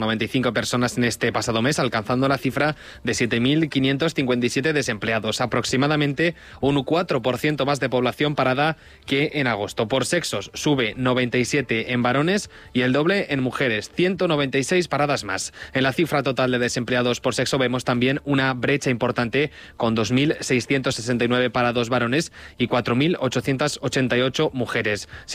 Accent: Castilla-La Mancha, Spain; yo tengo que decir que en la zona de la comarca de La Jara, mi pueblo, ya está oliendo a lluvia en los últimos días

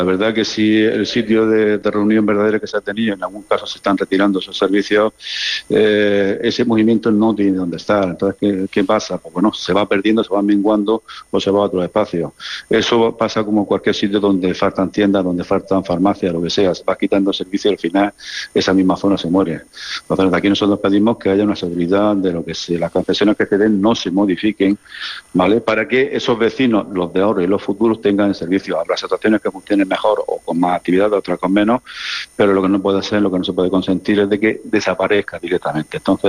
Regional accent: Lorca, Region of Murcia, Spain; Yo soy del barrio de San Pedro y mucha población se ha ido

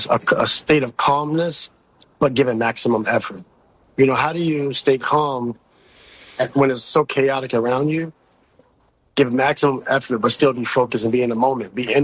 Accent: New York, United States; I'm from New York. What do you expect? I'm the most New York.

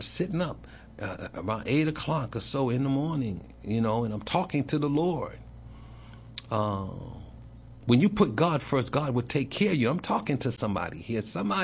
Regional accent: New York City, New York, United States; I'm from New York City.

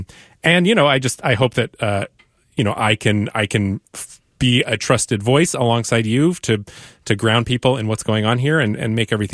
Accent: Bainbridge Island, Washington, United States; I grew up on Bainbridge Island, so I grew up listening to KUOW.

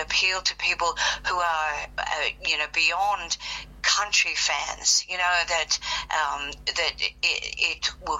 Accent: Australia; also born or lived in Copenhagen, Denmark; I'm Scandinavian born. I was born in Copenhagen, and I came to Australia.

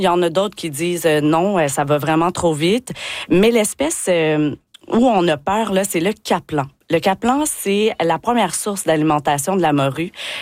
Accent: Quebec, Canada; accent: Québécois; now in Newfoundland and Labrador, Canada; depuis que je suis arrivée à Terre-Neuve et Labrador, là, vous pouvez l'entendre par mon accent, je suis québécoise, là

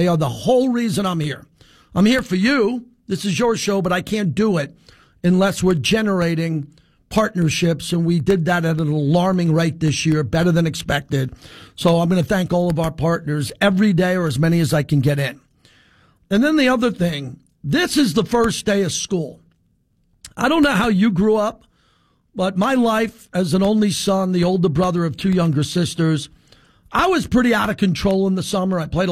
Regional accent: New York, United States; now in Las Vegas, United States; I'm a New Yorker. I'm born and raised in New York and Long Island.

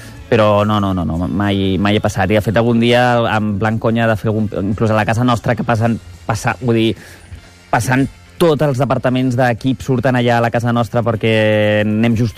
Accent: Barcelona, Catalonia, Spain; Em vaig criar a Sant Gervasi, a costat entre plaça Bonanova i plaça Kennedy.

